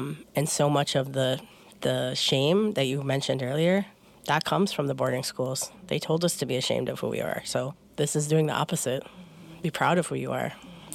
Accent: South Dakota, United States; moved away; growing up in South Dakota.

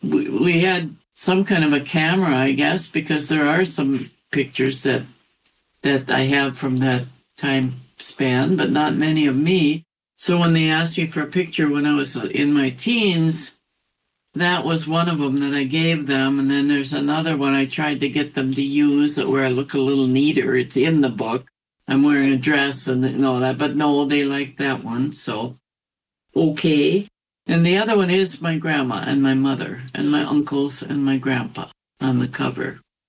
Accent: Leech Lake Reservation, Minnesota, United States; now in Cloquet, United States; I'm from Leech Lake Reservation and Fond du Lac Reservation.

